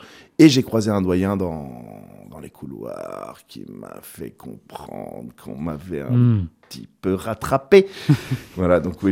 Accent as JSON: {"language": "French", "country": "France", "said": "Je suis français. Ouais. Enfin, franco-suisse en réalité."}